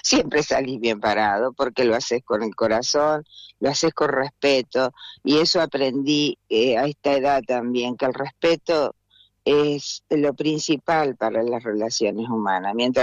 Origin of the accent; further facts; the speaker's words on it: Los Toldos, Buenos Aires Province, Argentina; born there; Así que bueno, mi ciudad es linda por elección, porque yo nací en Los Toldos.